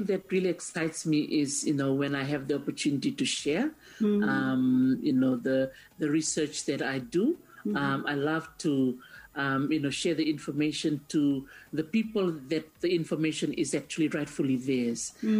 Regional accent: Fiji; I'm from Fiji and I'm in this room in England.

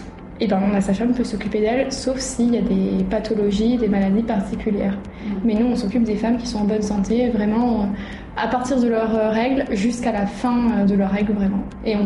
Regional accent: Vanuatu; Moi, j'ai grandi au Vanuatu, j'ai fait l'école à Colardo, à l'école française, et ensuite, du coup, l'école de sage-femme à Paris.

